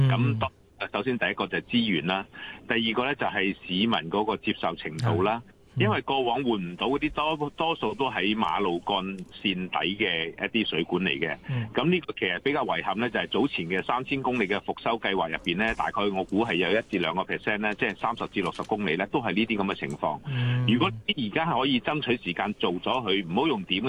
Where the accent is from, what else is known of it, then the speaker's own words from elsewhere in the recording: Hong Kong; 我哋本身香港人